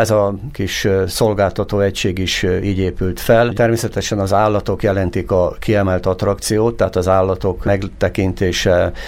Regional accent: Győr-Moson-Sopron, Hungary; örülünk neki egyébként ott a Rába közben, ami az én szülőföldem

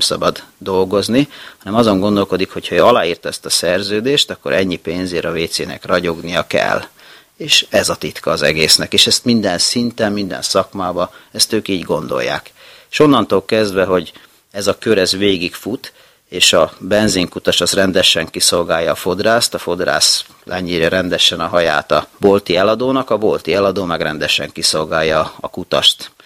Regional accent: Hungary; de azért én magyar ember vagyok, én nekem nagyon fontosak a barátok

